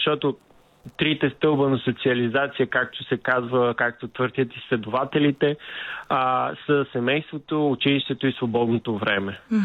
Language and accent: Bulgarian; Varna, Varna Province, Bulgaria; тъй като съм горд варненец